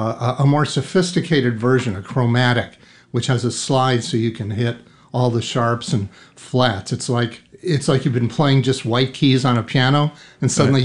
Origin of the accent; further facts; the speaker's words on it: Chicago, Illinois, United States; moved away; grew up in Chicago, and mm-hmm. I was surrounded by blues and R&B and Motown.